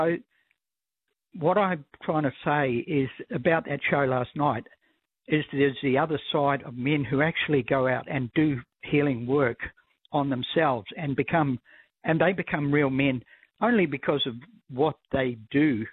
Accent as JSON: {"language": "English", "town": "Christchurch", "region": "Canterbury", "country": "New Zealand", "tie": "born or raised there", "said": "I went back to my hometown, which is Christchurch, New Zealand"}